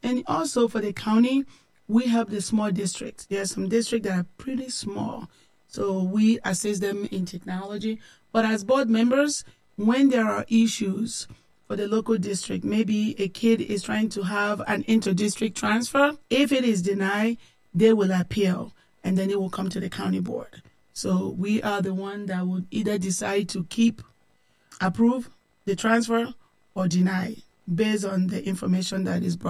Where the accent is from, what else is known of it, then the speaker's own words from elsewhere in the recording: Campbell, California, United States; No, actually, I come from Bay Area. We used to live in Campbell, which is Campbell, Los Gatos, Saratoga, San Jose. So we moved from the Bay Area to Central Valley.